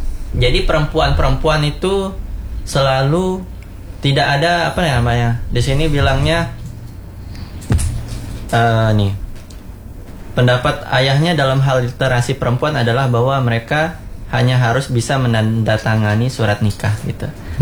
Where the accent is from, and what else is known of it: Lombok, West Nusa Tenggara, Indonesia